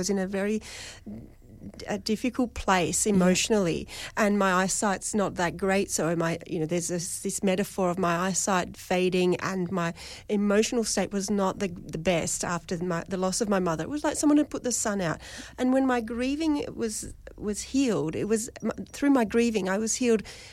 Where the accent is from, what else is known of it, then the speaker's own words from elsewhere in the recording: Melbourne, Victoria, Australia; I'm from Melbourne